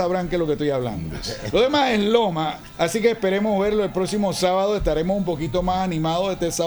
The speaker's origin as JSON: {"language": "Spanish", "country": "Panama", "said": "en nuestro hermoso Panamá."}